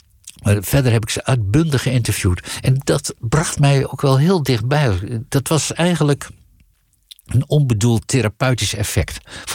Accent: Leeuwarden, Friesland, Netherlands; moved away as an adult; Want ik groeide op in Leeuwarden. En Friesland is echt, het is me na aan het hart gebakken

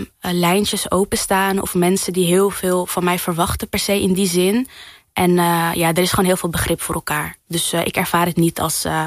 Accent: Morocco; now in Netherlands; En dat heeft ook wel echt een beetje te maken met de Marokkaanse cultuur waar ik vandaan kom, waarin er heel veel gedaan wordt aan verhalen vertellen.

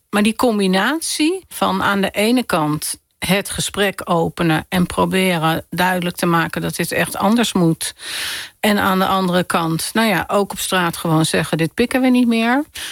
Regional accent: Amsterdam, North Holland, Netherlands; Ja, ik ben in Amsterdam opgegroeid. Heel veel uitgegaan. We zijn opgegroeid in Amsterdam-West.

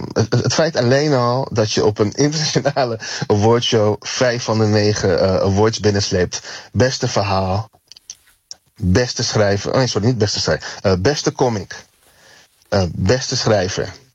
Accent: Netherlands; ze gaan er niet vanuit dat wij Nederlanders zijn.

